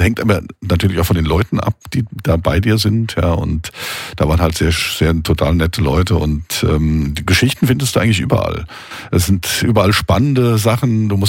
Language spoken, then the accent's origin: German; Mainz, Rhineland-Palatinate, Germany; born or raised there; now in Bodenheim, Germany